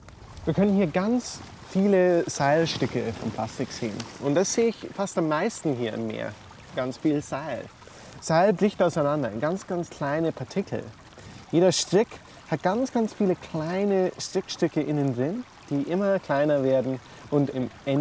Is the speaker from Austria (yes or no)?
no; Munster, Ireland; Ich bin in West Cork in Irland aufgewachsen und das Leben hier ist total interessant. Nicht irgendwie städtlich, total off-grid, würden wir sagen. Scharfe Berge, richtig schönes Meer, windige Tage, regnerische Tage.